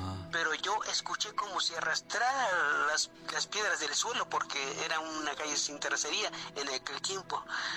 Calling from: Puebla, Mexico; de Puebla.

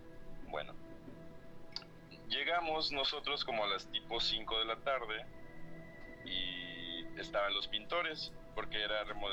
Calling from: Xalapa, Veracruz, Mexico; los escucho desde Jalapa, Veracruz.

